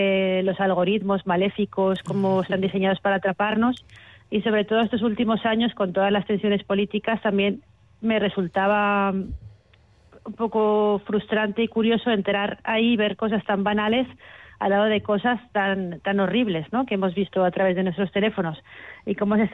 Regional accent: Castellón de la Plana, Valencian Community, Spain; moved away as an adult; now in Brussels, Belgium; Sí, bueno, soy de Castellón, pero hace años que vivo fuera, vivo en Bruselas.

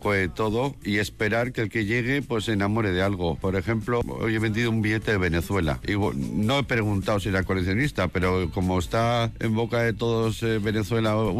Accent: Bilbao, Basque Country, Spain; Como bilbaíno, nacido en Bilbao, pues uno está enamorado de ciertos lugares. A mí la Plaza Nueva, ya tengo que venía desde pequeñito y conozco bien esta zona

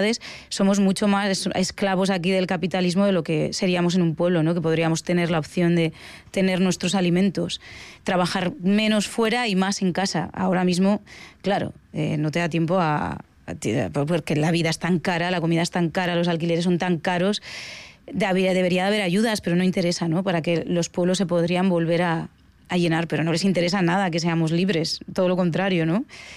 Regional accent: Barakaldo, Basque Country, Spain; Yo soy de Baracaldo, o sea, no he vivido en el campo en mi vida.

